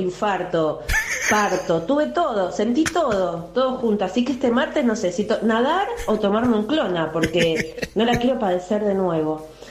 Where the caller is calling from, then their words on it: Mar del Plata, Buenos Aires Province, Argentina; de Mar del Plata, acá hace un frío de morir